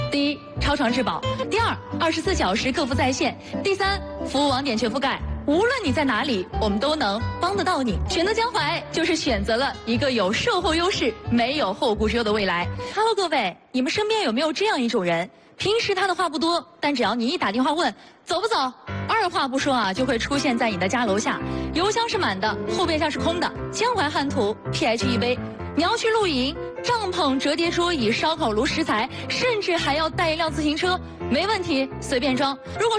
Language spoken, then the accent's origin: Chinese; Hefei, Anhui, China; 作为一个安徽合肥人